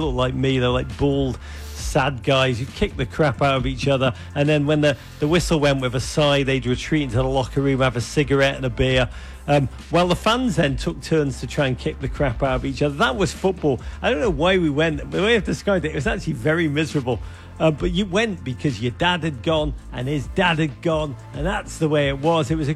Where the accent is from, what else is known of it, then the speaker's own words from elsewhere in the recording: Liverpool, North West England, United Kingdom; now in United States; I love America. I'm very American now. But I grew up in Liverpool in the 70s and 80s. It was a rough time, a tough time.